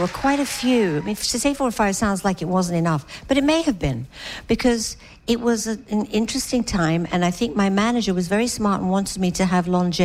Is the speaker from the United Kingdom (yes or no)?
yes; Glasgow, Scotland, United Kingdom; moved away; I came from Glasgow.